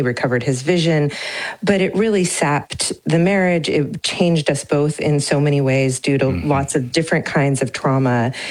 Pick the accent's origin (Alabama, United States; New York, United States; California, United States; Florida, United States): California, United States; Well, I'm from Northern California. I've always loved the water and our wild spaces here, our rivers. I grew up in a town with a lot of swimming holes